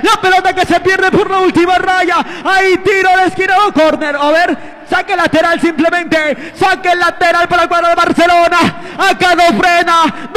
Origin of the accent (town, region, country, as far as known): Manta, Manabí, Ecuador